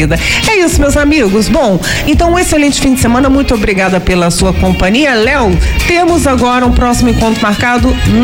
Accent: Brazil

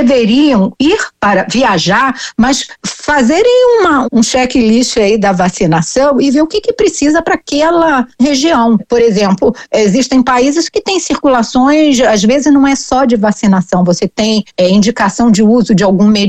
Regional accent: Rio de Janeiro, Brazil; Eu, por exemplo, sou do Rio

